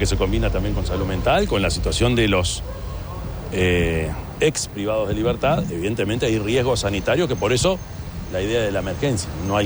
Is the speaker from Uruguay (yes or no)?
yes; Uruguay; recibían que se juntaran para recibir nuestro mensaje como uruguayos, ya es una señal desde el Uruguay, ¿no?